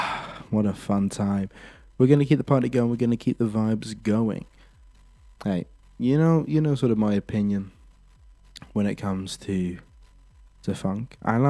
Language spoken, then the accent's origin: English; Ghana; I say as a proud Ghanaian, I realize actually on the radio it's not immediately obvious that I am Ghanaian.